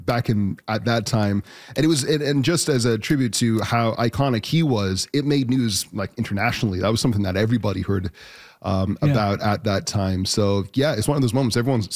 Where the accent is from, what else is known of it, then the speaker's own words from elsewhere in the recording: England, United Kingdom; moved away; I grew up in England.